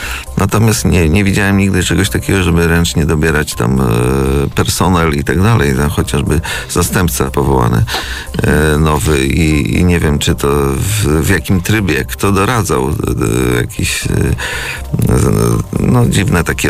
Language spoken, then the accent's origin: Polish; Przasnysz, Masovian Voivodeship, Poland; now in Mława, Poland; Ma pani redaktor rację, że jestem z Przasnysza i tutaj z naszego okręgu, można powiedzieć, ale jestem też właścicielem od roku mieszkania w Mławie, także jestem mławianinem